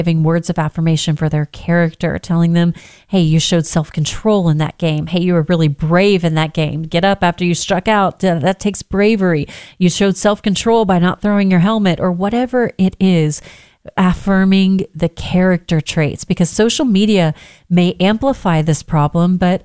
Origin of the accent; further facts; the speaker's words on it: the South, United States; I'm from the South.